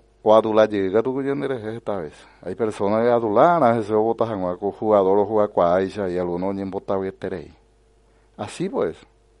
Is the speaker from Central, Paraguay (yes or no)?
yes; Luque, Central, Paraguay; Porque yo recuerdo cuando llegué recién en este lugar, vine de la ciudad de Luque y en el 2013, si mal no recuerdo, tenía que ir a votar en Luque todavía.